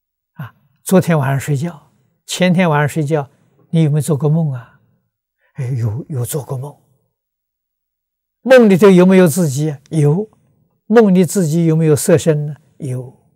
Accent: China; 我们中国人造的文字

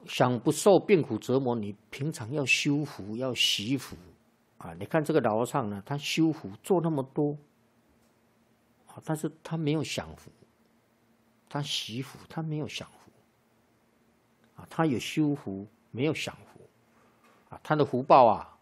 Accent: China; 那个我们中国人讲啊，五福啊，寿终考啊、寿命长啊

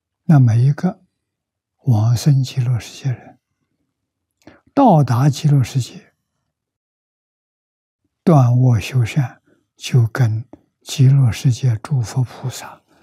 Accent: China

